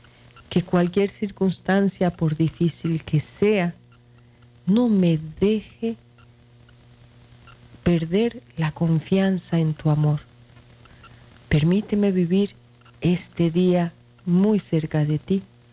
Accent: Venezuela; moved away as an adult; also born or lived in Santiago, Chile; now in Santiago de los Caballeros, Dominican Republic; la situación de mi país de origen, Venezuela

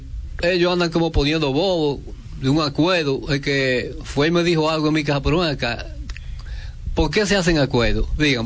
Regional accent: La Vega, Dominican Republic; yo soy nativo, nacido y criado en esa comunidad, que hay cosas que coinciden mucho con lo que dice el padre. Nosotros vivimos Carrera de Palmas justamente frente a esa montaña.

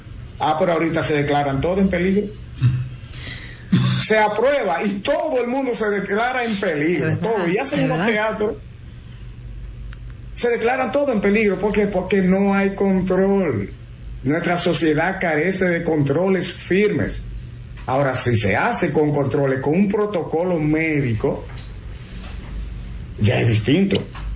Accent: Dominican Republic; Nosotros tenemos ese gran problema, dominicanos.

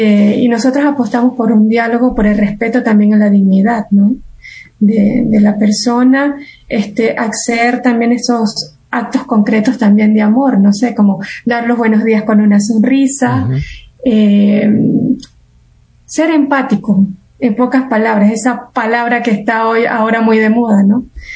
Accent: Venezuela; moved away as an adult; now in Santo Domingo, Dominican Republic; yo soy venezolana. Yo vivo en una comunidad, yo soy una laica consagrada. Como bien decía Zenaida, de la Iglesia Católica. Y estoy acá en República Dominicana

